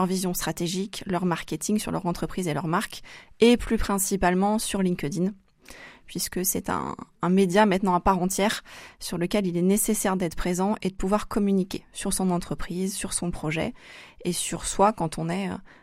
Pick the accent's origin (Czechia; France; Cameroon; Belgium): France; Saint-Étienne, Auvergne-Rhône-Alpes; Oui, alors moi je suis stéphanoise, je suis née, j'ai grandi à Saint-Étienne, j'en suis partie pour faire mes études et puis comme toujours je pense que le cœur et l'attachement au territoire ont été plus forts et je suis revenue, je suis maintenant de retour à Saint-Étienne depuis plusieurs années